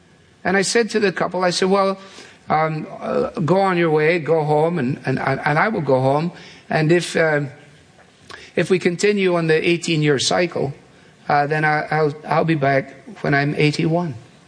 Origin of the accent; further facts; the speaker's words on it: Scotland, United Kingdom; As a Scotsman, it appeals to me.